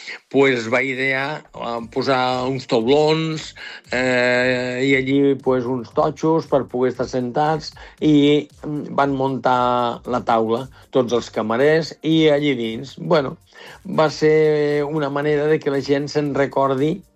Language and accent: Catalan; Catalonia, Spain